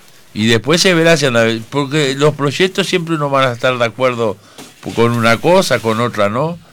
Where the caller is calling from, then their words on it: Uruguay; esto es Uruguay, somos tú uruguayos